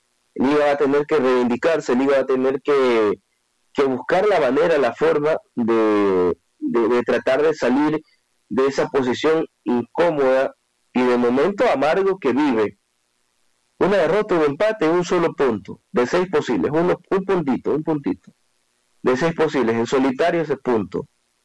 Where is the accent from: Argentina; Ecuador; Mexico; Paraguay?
Ecuador